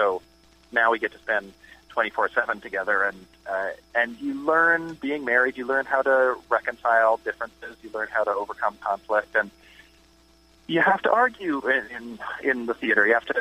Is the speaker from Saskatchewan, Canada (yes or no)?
yes; Saskatchewan, Canada; moved away; I'm from the prairies. I'm from Saskatchewan.